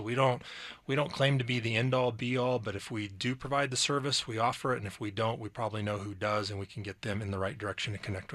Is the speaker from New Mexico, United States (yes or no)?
no; Loveland, Colorado, United States; also born or lived in Fort Collins, Colorado / Kansas; So I grew up in the Front Range. I grew up in Loveland, Fort Collins. Went to school out in Kansas and then moved back to the Front Range.